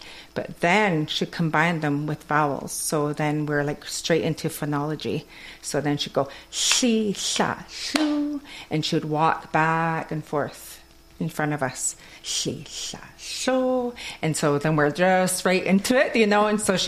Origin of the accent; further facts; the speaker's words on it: British Columbia, Canada; accent: Kwakwala; my accent from Kwakwala goes into English.